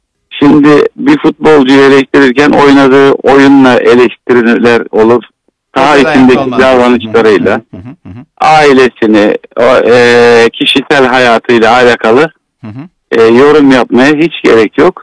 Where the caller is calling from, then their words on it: Izmir, İzmir, Turkey; İzmir'den